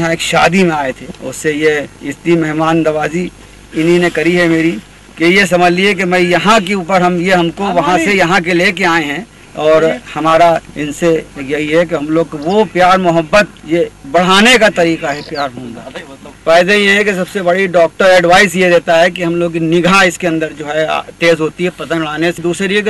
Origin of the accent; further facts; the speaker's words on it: Lucknow, Uttar Pradesh, India; लखनऊ से आया हूँ। यहाँ एक शादी में आया था